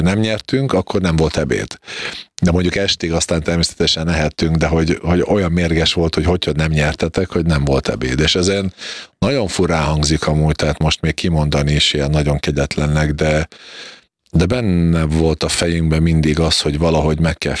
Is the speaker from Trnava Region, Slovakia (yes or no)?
no; Komárno, Nitra Region, Slovakia; first language Hungarian; moved away; Komárnó az a Duna és a Vág között van, és ugye a határon van, tehát ha kimész a Dunapartra, akkor átlátsz Komáromba.